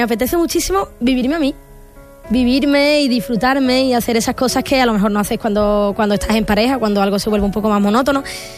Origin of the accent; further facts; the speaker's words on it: Jerez, Andalusia, Spain; O sea, volver a Jerez, a mi tierra, al Villa Marta, llenarlo otra vez de nuevo con este trabajo.